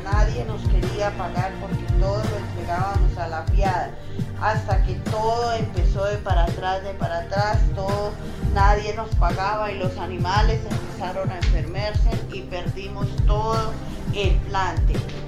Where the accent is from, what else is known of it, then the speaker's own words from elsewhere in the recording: Jardín, Antioquia, Colombia; soy de Jardín, el día de Jardín, de una vereda de Alto. Del Alto del Indio.